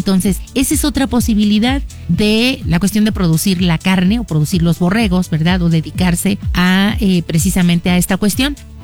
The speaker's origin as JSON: {"language": "Spanish", "town": "Zimapán", "region": "Hidalgo", "country": "Mexico", "said": "Yo soy de Zimapán"}